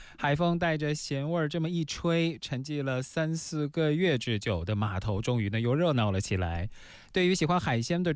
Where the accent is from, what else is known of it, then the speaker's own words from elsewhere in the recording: Tianjin, China; 咱们天津人的经常念叨的一句话